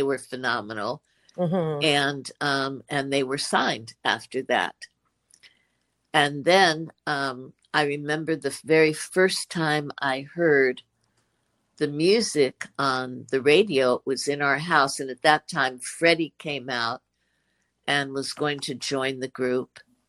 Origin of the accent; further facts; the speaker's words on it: Los Angeles, California, United States; And I told him I was from L.A.